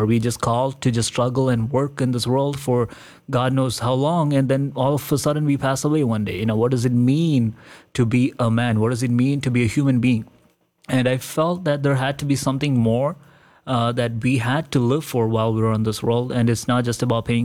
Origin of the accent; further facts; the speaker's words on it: India; And even being growing up in India, I understand the culture of India and how the people of India think.